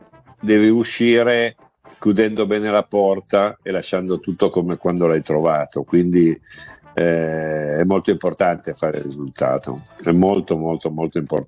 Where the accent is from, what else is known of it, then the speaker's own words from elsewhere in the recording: Piedmont, Italy; Ma sai, io sono piemontese e come tu sai, Paolo, in Piemonte ci sono tantissimi tifosi del Toro